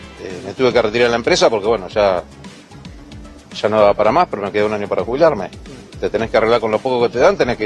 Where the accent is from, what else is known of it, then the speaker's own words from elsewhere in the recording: San Martín, Buenos Aires Province, Argentina; me crié acá en San Martín, soy de San Martín